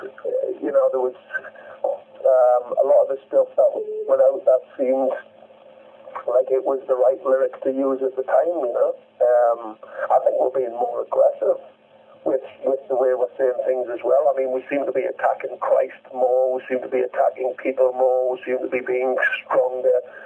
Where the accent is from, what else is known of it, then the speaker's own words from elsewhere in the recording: England, United Kingdom; like being English, you know, fucking, we're renowned for it anyway. We like to fuck around with our wonderful accents.